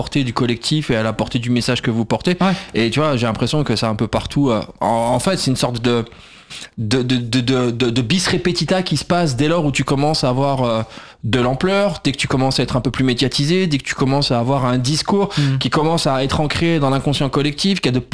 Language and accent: French; France